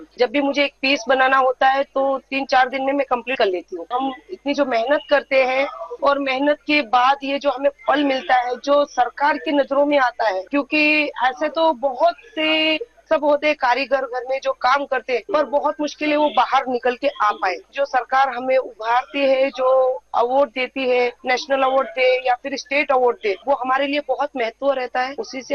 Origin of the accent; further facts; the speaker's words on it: Gujarat, India; मैं गुजरात से हूँ, भावनगर कच्छ के साइड से।